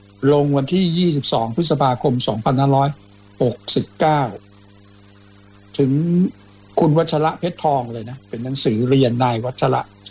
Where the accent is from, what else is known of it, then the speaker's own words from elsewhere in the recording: Hua Ro, Phra Nakhon Si Ayutthaya, Thailand; ใช่เด็กหัวรอ